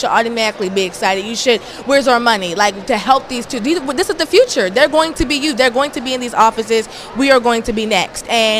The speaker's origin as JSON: {"language": "English", "town": "Pittsburgh", "region": "Pennsylvania", "country": "United States", "said": "I'm from Allegheny County, Pittsburgh, Pennsylvania, and I work for NLA Reading Warriors."}